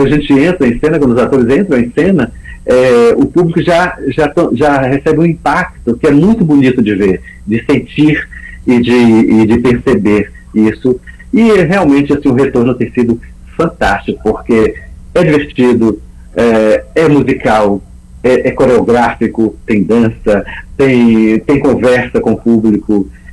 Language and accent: Portuguese; Prado, Bahia, Brazil; moved away; na minha infância, eu morava no interior, né, sou de Prado, extremo sul da Bahia, que era um lugar pequeno